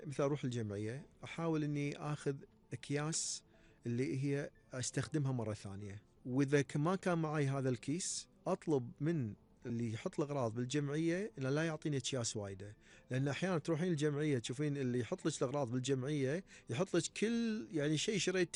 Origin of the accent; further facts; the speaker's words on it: Kuwait; إحنا عندنا بالكويت